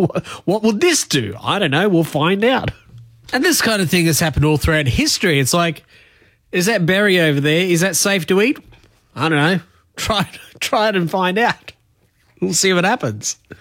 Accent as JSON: {"language": "English", "country": "Australia", "said": "Is that unacceptable to say as an Australian"}